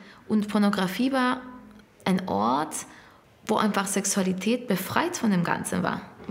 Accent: Madrid, Community of Madrid, Spain; German is a second language; moved away as an adult; now in Berlin, Germany; Ich bin in Madrid geboren und aufgewachsen.

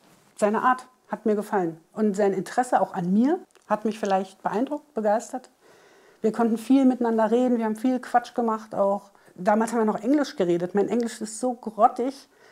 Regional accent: Berlin, Germany; born there; moved away

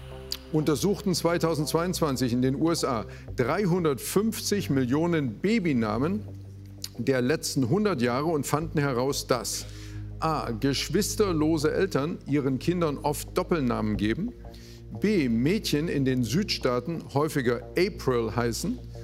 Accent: Halle, Saxony-Anhalt, Germany; born there; ich bin im Barbara Krankenhaus geboren, in Halle.

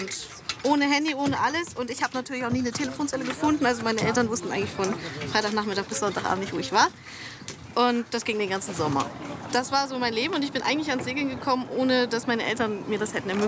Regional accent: Hamburg, Germany; born there; ich bin in Finkenwerder zur Schule gegangen

